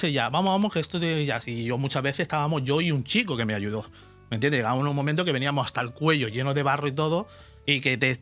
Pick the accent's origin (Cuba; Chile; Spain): Spain; Villajoyosa, Valencian Community; yo por mi pueblo lo que haga falta.